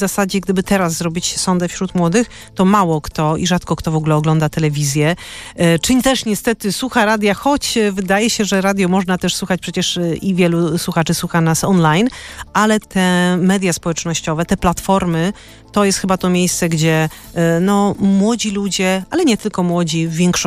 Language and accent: Polish; Częstochowa, Silesian Voivodeship, Poland; sama jestem częstochowianką